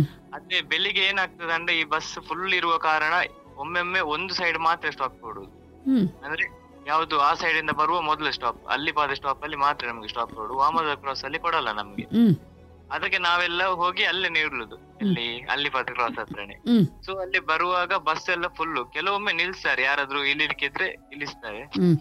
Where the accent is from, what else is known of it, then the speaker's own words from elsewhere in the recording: Bantwal, Karnataka, India; ನಮ್ಮ ಊರು ಬಂಟ್ವಾಳ ಮ್ಯಾಮ್.